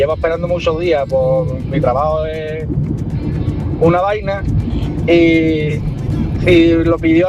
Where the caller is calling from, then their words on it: Jerez de la Frontera, Andalusia, Spain; de Jerez, repartidor.